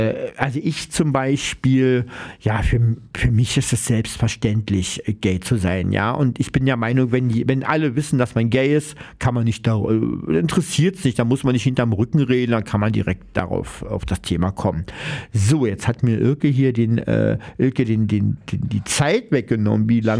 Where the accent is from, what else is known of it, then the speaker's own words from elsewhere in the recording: Berlin, Germany; da lebe ich jetzt hier in Ost-Berlin, ich bin ja Ossi